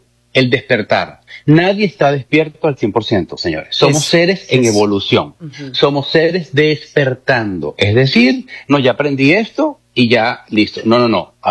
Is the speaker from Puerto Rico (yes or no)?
no; Venezuela; now in Mexico City, Mexico; de mi acento, que si soy venezolano